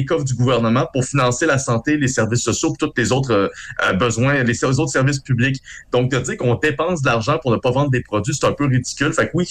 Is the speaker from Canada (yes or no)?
yes; Canada; en tant que Canadien, on s'entend